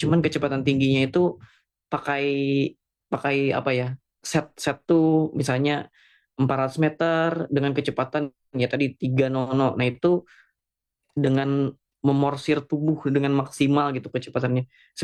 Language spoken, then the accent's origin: Indonesian; South Kalimantan, Indonesia; kita orang Kalimantan Selatan